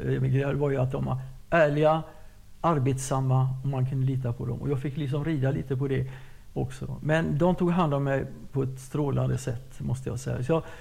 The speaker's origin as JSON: {"language": "Swedish", "country": "Sweden", "also_born_or_lived": "California", "moved": "as an adult"}